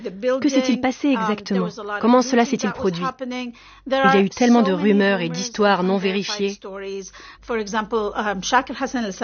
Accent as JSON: {"language": "French", "country": "Iraq", "tie": "born or raised there", "said": "J'étais toujours un peu surprise de constater que ma propre esthétique s'inspirait de ce que j'avais vu en grandissant en Irak."}